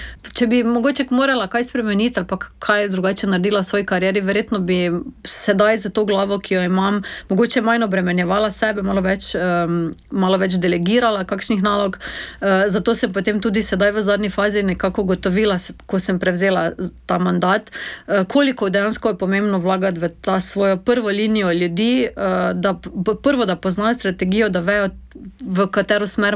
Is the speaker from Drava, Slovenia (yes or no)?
yes; Maribor, Drava, Slovenia; Jaz sem sama Mariborčanka, živim v centru mesta